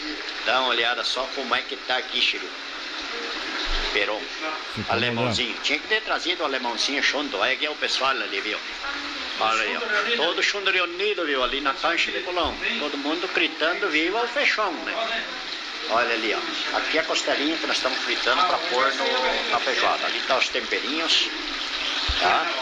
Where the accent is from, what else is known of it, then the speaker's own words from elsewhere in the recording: Chapecó, Santa Catarina, Brazil; E aí então, nós somos de Chapecó, Santa Catarina.